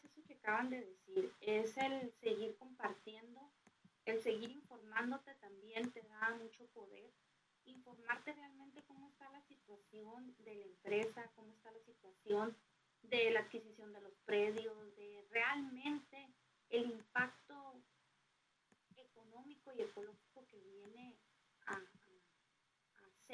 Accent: Mexico

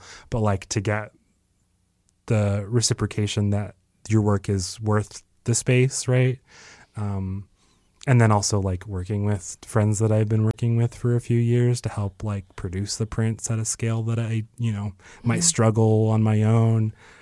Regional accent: Oak Park, Illinois, United States; I grew up in Oak Park, which is one of the first suburbs west of the Chicago like border.

